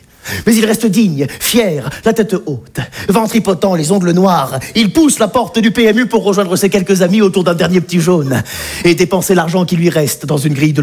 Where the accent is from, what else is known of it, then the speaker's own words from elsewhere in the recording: Auvergne-Rhône-Alpes, France; ça me rappelle un peu ma région natale. J'arrive d'Auvergne. Oh, l'Auvergne, c'est magnifique. C'est montagnes, c'est campagnes, c'est volcans